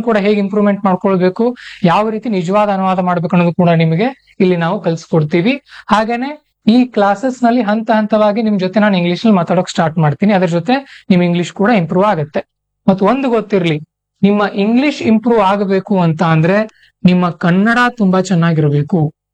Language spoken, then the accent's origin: Kannada; Karnataka, India; first language Kannada; ನಾವು ಕನ್ನಡಿಗರು ಅಲ್ವಾ, ನಾವು ಕನ್ನಡಿಗರಿದ್ದೀವಿ, ಕನ್ನಡ ಒಂದೇ ಸಾಕಲ್ವಾ ನಮಗೆ?